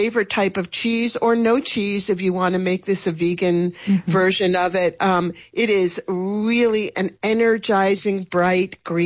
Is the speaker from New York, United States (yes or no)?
yes; New York, United States; born or raised there